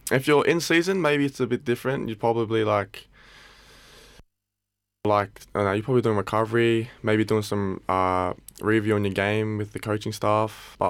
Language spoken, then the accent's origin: English; Campbelltown, New South Wales, Australia; now in Paddington, Australia; I'm a part of the Sydney Roosters. I'm 18 years old. I was born and raised in Campbelltown, Rosemeadow. Currently live in the accommodation that the Sydney Roosters provide for us boys